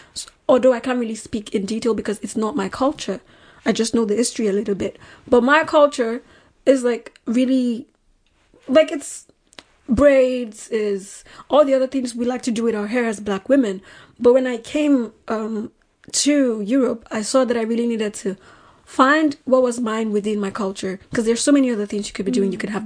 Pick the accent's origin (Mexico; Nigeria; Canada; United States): Nigeria; moved away; because I grew up in Nigeria. I wasn't black until I moved out of Nigeria.